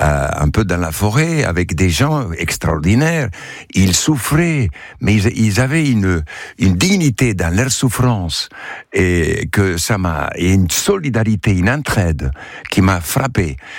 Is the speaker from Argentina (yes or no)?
yes; Argentina; moved away; Oui, quand j'étais jeune, en 1968, quand j'ai quitté l'Argentine, un grand pays où j'ai découvert la fraternité.